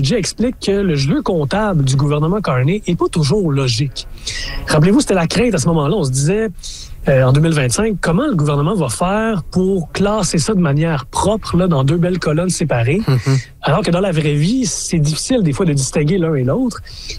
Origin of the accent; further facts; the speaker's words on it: Canada; chez nous au Canada